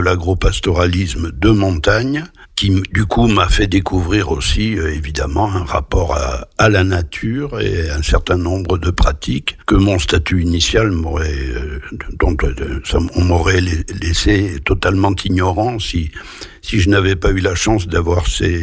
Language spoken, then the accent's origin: French; Luz-Saint-Sauveur, Occitanie, France; probablement mon enfance à Luce Saint-Sauveur